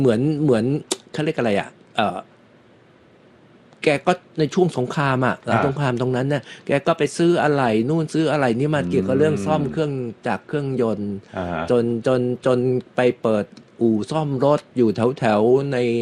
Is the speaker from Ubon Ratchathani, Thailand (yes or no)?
no; Bangkok, Thailand; เป็นคนสีลมเลยอ่ะสีลมสุริวงศ์อยู่ตรงนั้นเลยครับ